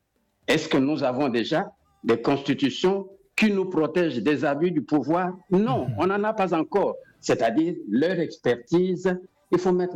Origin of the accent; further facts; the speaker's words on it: DR Congo; 2011 chez nous au Congo